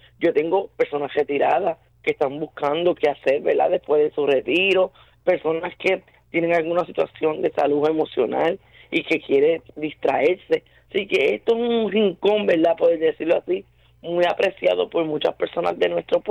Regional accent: Puerto Rico

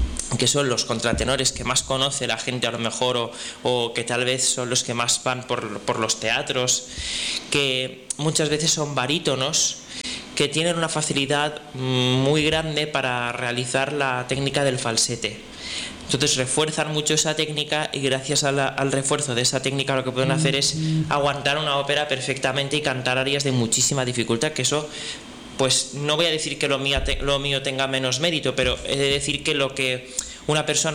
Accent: Valencian Community, Spain; born there; mi pueblo porque yo nací allí

